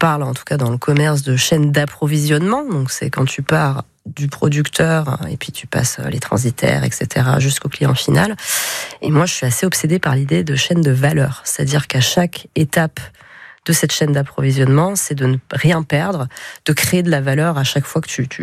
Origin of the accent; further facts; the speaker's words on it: Bourgogne-Franche-Comté, France; now in Basque Country, France; Non, j'ai grandi plus vers le Jura.